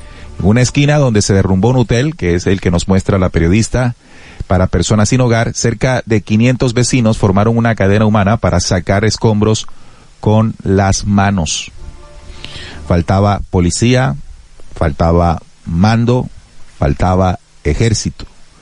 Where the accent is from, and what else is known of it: Colombia